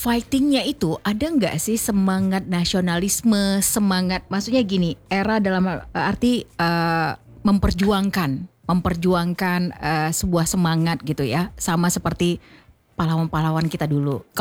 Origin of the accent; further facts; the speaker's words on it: Aceh, Indonesia; first language Acehnese; Indonesian is a second language; kita orang Aceh gitu ya atau kita Indonesia gitu.